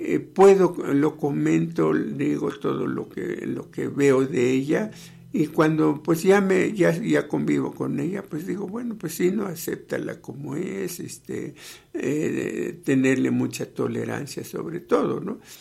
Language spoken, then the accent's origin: Spanish; Oaxaca, Mexico; Vengo de una población, ¿no? Yo soy oaxaqueño